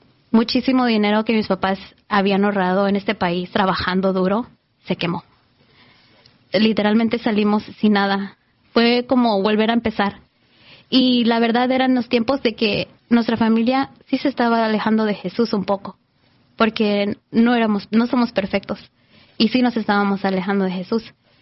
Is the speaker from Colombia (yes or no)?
no; Mexico; creo que yo la hice de chiquita en México.